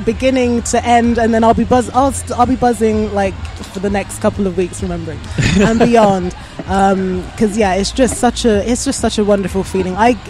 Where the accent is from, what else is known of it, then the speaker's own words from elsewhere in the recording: Bristol, South West England, United Kingdom; I'm Bristol born and raised and still here.